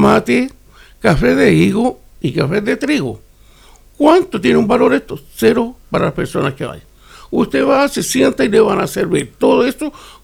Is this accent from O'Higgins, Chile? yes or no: yes; Peralillo, O'Higgins, Chile; yo vengo de Peralillo, que está en la sexta región, donde tenemos nuestro parque, la iglesia, la estación. De allá vengo yo, de Peralillo.